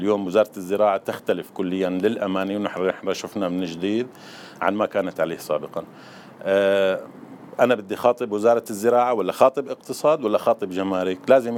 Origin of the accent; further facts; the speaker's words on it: Syria; التنوع المناخي اللي عندنا بسوريا، من شرق لشمال سوريا للجنوب